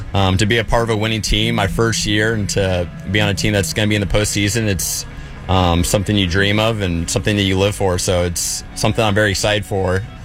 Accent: Indiana, United States; pitching in my home state

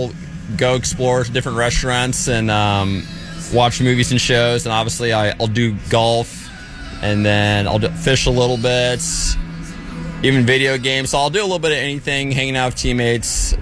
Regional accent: Indiana, United States; pitching in my home state

